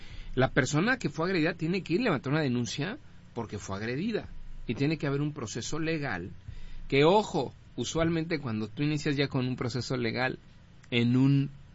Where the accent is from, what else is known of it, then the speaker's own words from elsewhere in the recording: Mexico; lo que a mí me urge que entendamos como mexicanos